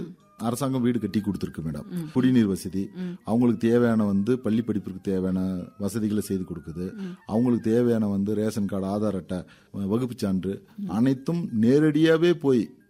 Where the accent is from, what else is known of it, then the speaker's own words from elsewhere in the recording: Dharmapuri, Tamil Nadu, India; moved away as an adult; now in Kodaikanal, India; நான் வந்து என்னுடைய சொந்த மாவட்டம் வந்து தருமபுரி மேடம். நான் வந்து இங்க கொடைக்கானலுக்கு வந்து 15 ஆண்டுகளாக வந்து கிராம நிர்வாகர்களாக பணிபுரிந்து வருகிறேன்.